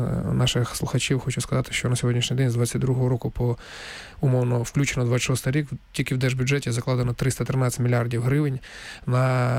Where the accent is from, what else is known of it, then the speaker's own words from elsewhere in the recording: Donetsk, Donetsk Oblast, Ukraine; moved away as an adult; я сам з Донецька